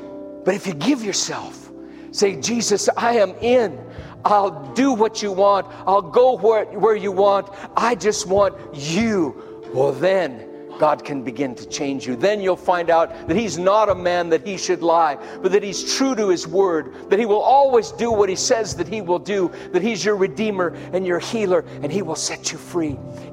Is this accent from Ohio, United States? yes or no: no; Denver, Colorado, United States; I'm white trash from Denver, Colorado.